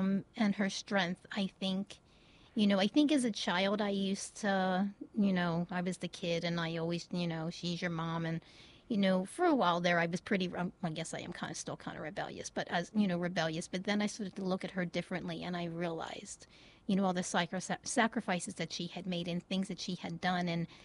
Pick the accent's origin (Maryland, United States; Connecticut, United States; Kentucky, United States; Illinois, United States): Maryland, United States; Baltimore; I grew up in Baltimore City